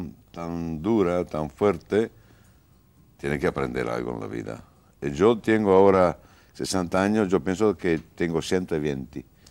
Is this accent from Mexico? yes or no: no; Italy; born there; Spanish is a second language; moved away; sangre italiano y mitad españolo. Porque si yo tenía que elegir en dónde nacer, si no nací en Italia, decía España.